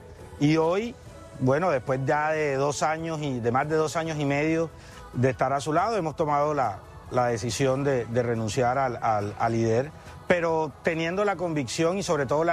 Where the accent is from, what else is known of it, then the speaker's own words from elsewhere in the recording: Cartagena, Bolívar, Colombia; agradecerle a Dios la posibilidad que me brindó de regresar a mi tierra, de regresar a Cartagena y trabajar por el pueblo cartagenero